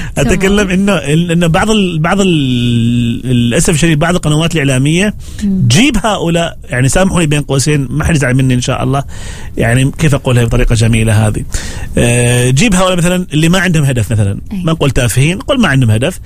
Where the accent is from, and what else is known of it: Oman; accent: Omani